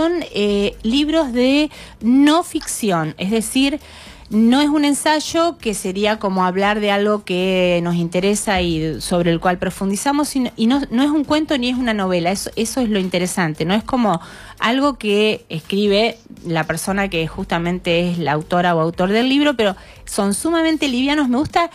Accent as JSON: {"language": "Spanish", "town": "Victorica", "region": "La Pampa", "country": "Argentina", "said": "yo soy de un pueblo"}